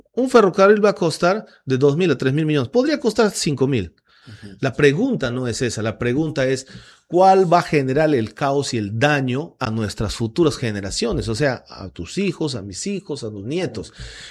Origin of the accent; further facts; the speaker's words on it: Tarapoto, San Martín, Peru; yo he vivido toda mi vida en Girón Moyobamba, uh-huh, que es cerca al perinatal, a una cuadra del bulevar, donde el bulevar era un barranco.